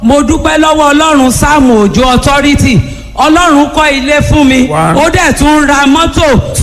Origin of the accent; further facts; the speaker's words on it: Eruwa, Oyo, Nigeria; Mo wá ní àti Alákò ní area Èrúwà ni mo ti wá.